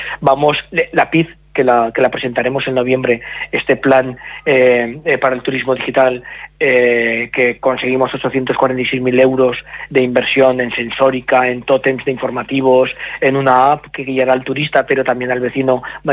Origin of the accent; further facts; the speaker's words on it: Aragon, Spain; somos la comarca más grande de Aragón